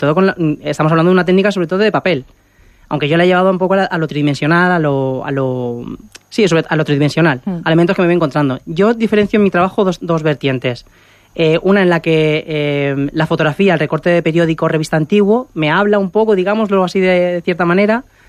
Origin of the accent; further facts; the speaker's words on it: Ciudad Real, Castilla-La Mancha, Spain; moved away as an adult; also born or lived in Madrid; yo desde que estoy en Madrid, bueno, estaba en Madrid, porque he vuelto hace cuestión de unos meses, desde enero estoy aquí en Ciudad Real otra vez, he vuelto a mi tierra natal